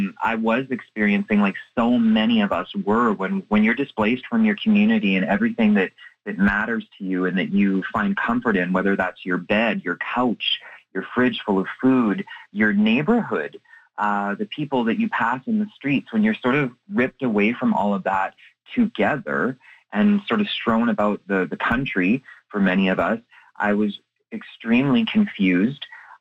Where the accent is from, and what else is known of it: Flin Flon, Manitoba, Canada; born or raised there